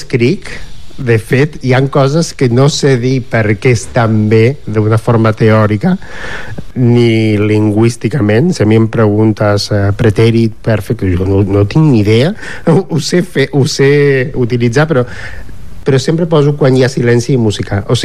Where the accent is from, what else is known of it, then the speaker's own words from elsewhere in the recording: Argentina; em ve que és el primer llenguatge que jo vaig aprendre abans d'aprendre a escriure castellà, perquè soc d'Argentina.